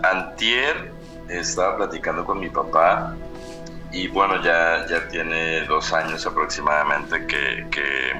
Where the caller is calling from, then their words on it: Xalapa, Veracruz, Mexico; Desde Jalapa, Veracruz